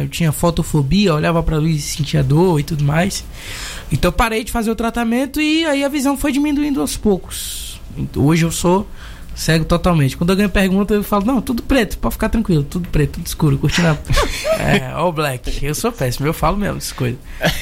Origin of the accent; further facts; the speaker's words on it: Bahia, Brazil; now in Goiânia, Brazil; eu sou baiano. Nasci no interior da Bahia